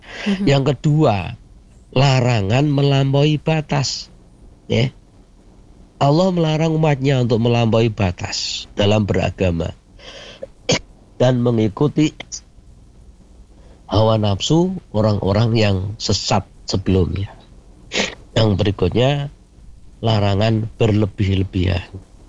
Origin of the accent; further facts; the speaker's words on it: Indonesia; kita ini orang Islam, orang Indonesia yang beragama Islam.